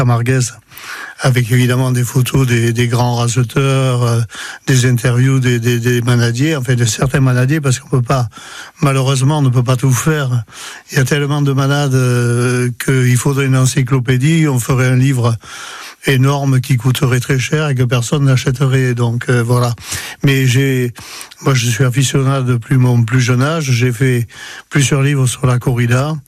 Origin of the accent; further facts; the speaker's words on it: Occitanie, France; born there; Déjà, moi, je suis né en Cévennes. Bon, je suis né plus haut, en Pays de Mine.